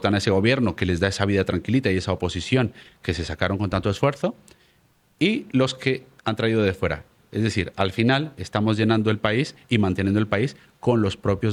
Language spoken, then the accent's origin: Spanish; Colombia; moved away as an adult; now in Spain; Yo llevo viviendo 25 años en España, hace 27 que salí de mi país de origen, que es Colombia